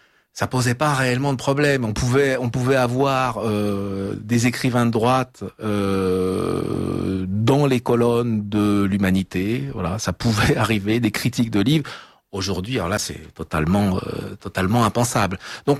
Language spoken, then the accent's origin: French; Centre-Val de Loire, France; born there; Vous voyez, moi, mes départements de prédilection, je suis né dans le Cher, mais c'est l'Indre, la Nièvre.